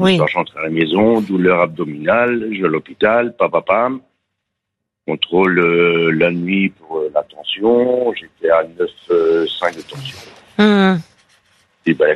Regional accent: Pays de la Loire, France; Bon, je suis de Loire-Atlantique.

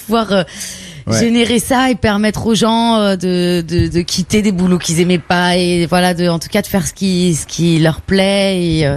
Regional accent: Brittany, France; born there; Ma mère est brésilienne, je suis née en Bretagne.

